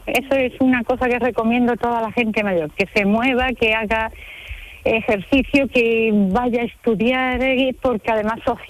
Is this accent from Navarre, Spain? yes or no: no; San Fernando, Andalusia, Spain; born there; moved away; Pero voy a San Fernando, que es mi pueblo